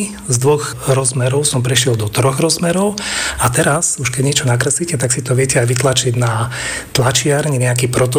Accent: Stará Ľubovňa, Prešov Region, Slovakia; now in Košice, Slovakia; A ten život v Starej Ľubovni a to moje detstvo bolo zaujímavé tým, že moja mama pochádza z 8 detí a aj otec z 8 detí.

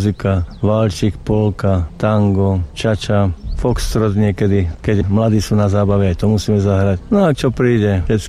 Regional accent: Predmier, Žilina Region, Slovakia

